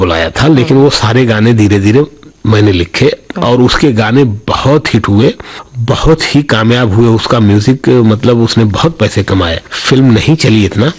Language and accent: Hindi; Azamgarh, Uttar Pradesh, India; born or raised there; moved away